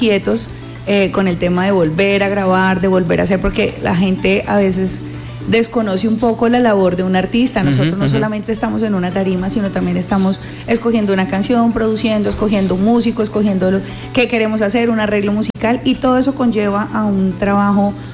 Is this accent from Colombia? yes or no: yes; Meta, Colombia; also born or lived in Villavicencio, Meta / Bogotá; Yo soy villavicense de nacimiento, pero pues ya a casireña por adopción. Uh-huh. Toda mi vida ya estudié acá en Villavicencio